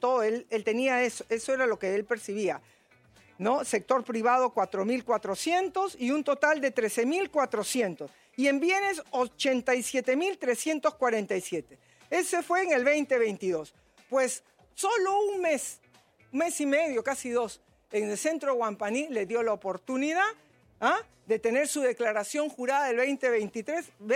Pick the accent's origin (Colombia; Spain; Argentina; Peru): Peru; Yo le deseo como madre como hija, como peruana, los mejores de los éxitos.